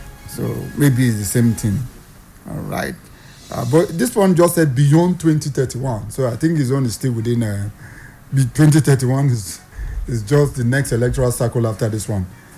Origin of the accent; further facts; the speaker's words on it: Nigeria; Nigerian rich man say, for where? I'm a Nigerian.